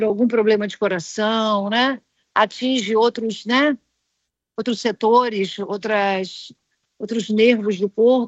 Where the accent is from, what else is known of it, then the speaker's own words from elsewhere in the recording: Rio de Janeiro, Brazil; o Rio de Janeiro, então, que eu venho da cidade do Rio de Janeiro, é um desrespeito tremendo, sabe?